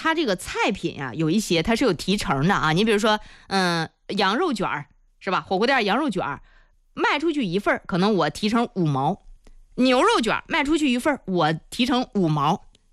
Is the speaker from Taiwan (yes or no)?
no; Zhengding, Hebei, China; 有没有正定的朋友我的老乡在听节目的，你有没有听过这四个字吃劲儿不大。我以前并不觉得我们正定的方言跟普通话之间能差出来多少啊